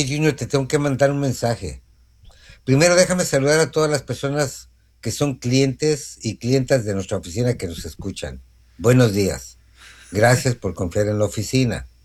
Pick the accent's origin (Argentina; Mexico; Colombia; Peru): Mexico; No, allá hacemos los sonideros. Las fiestas sonideras.